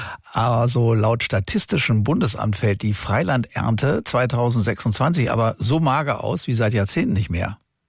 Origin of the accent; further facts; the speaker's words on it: Lower Saxony, Germany; Und Sommer, das bedeutete früher natürlich auch endlich wieder Erdbeerzeit bei uns in Niedersachsen.